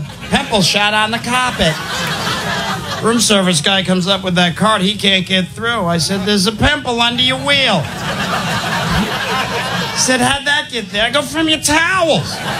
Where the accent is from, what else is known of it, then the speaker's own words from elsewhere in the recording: New York, United States; I'm a New Yorker. I like to brace myself.